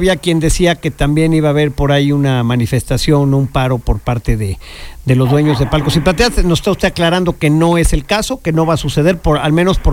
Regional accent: Mexico; Pero somos mexicanos, cabrón.

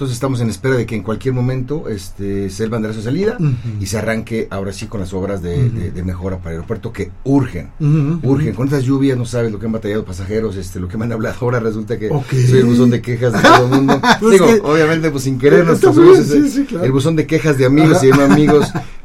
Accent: Zacapoaxtla, Puebla, Mexico; gente de Zacapuazcla, mi tierra querida

